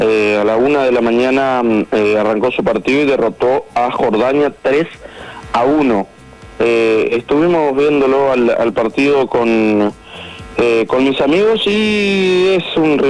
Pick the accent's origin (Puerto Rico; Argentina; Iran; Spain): Argentina; Soy argentino y aliento a la selección.